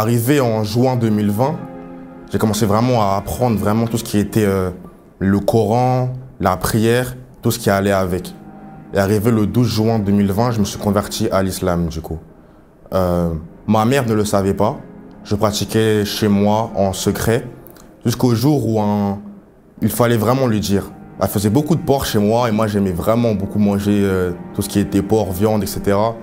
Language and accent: French; Paris, Île-de-France, France; J'ai grandi à Paris avec ma mère et pas mon père, je le connaissais pas du coup, ma petite sœur.